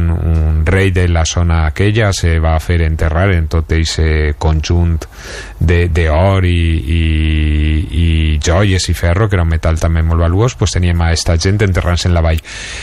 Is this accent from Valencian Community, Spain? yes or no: yes; Valencian Community, Spain; una altra notícia trista que hem tingut aquest estiu, i ja com a valencians, és la pèrdua del tresor de Villena